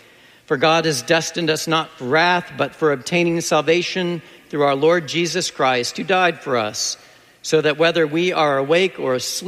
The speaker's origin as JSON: {"language": "English", "town": "Wheaton", "region": "Illinois", "country": "United States", "tie": "born or raised there"}